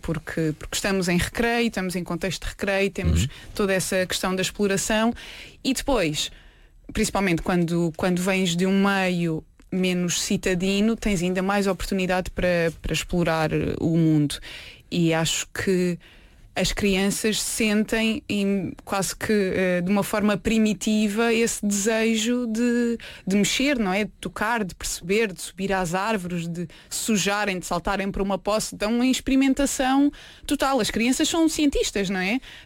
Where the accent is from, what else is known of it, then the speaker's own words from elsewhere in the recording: Vila Nova de Milfontes, Alentejo, Portugal; eu não cresci na cidade, eu cresci numa vila pescatória, em Mil Fontes.